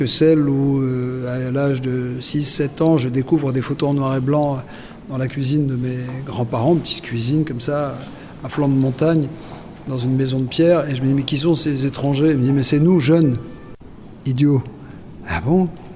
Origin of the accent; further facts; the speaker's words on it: France; born there; je viens d'une famille grec du centre du pays avec des parents immigrés qui ont fait que je suis né en France.